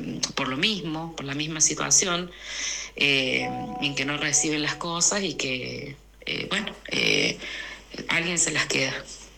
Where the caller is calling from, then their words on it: San Luis, Argentina; te hablo de la ciudad de San Luis.